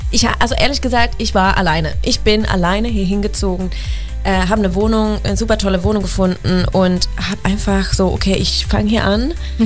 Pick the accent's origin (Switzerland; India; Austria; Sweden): Sweden; now in Germany; Also ich liebe Schweden. Ich bin wirklich, also ich liebe meine Heimat und meine Heimat liegt mich wirklich ganz am Herzen